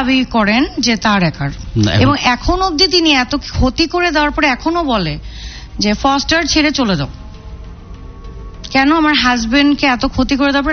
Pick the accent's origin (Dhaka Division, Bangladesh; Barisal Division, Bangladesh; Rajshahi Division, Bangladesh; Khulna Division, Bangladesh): Dhaka Division, Bangladesh; Mohammadpur; now in Chandipur, Bangladesh; আমি মোহাম্মদপুর স্থানীয়। জি, তো আমি এখানেই বড় হয়েছি মোহাম্মদপুরে